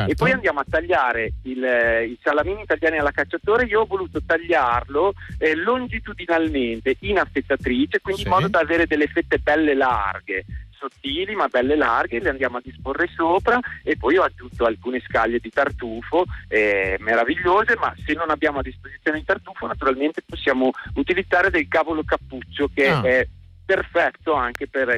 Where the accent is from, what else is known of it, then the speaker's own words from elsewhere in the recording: Modena, Emilia-Romagna, Italy; essendo che io sono di Modena